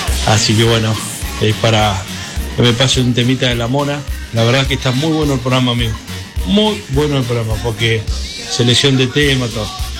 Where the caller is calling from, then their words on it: Argentina; Soy de acá de la Acera Santa Cruz.